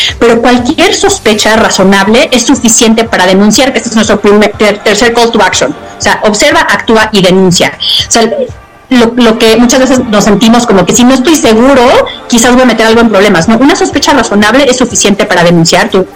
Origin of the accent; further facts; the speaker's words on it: Mexico; que nos sintamos todos parte de este gran equipo, que somos los mexicanos que conocemos este tema y que queremos hacer algo.